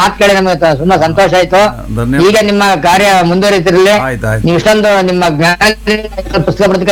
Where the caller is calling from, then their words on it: Nyamathi, Karnataka, India; ನ್ಯಾಮತಿಯಿಂದ sir.